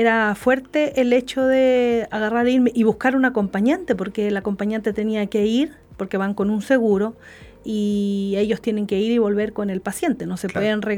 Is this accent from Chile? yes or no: yes; Puerto Montt, Los Lagos, Chile; Yo soy de Puerto Montt, sí.